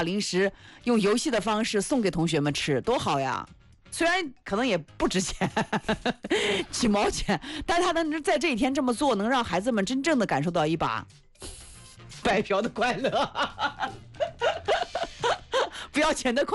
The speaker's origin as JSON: {"language": "Chinese", "town": "Hefei", "region": "Anhui", "country": "China"}